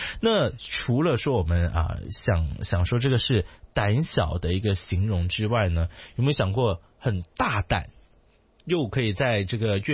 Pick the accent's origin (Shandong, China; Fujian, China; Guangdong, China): Guangdong, China; 我们广东人呢就发挥想象力哈